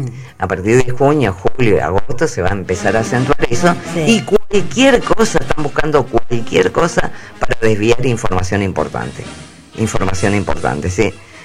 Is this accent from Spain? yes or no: no; Argentina; soy la única argentina en todo el barrio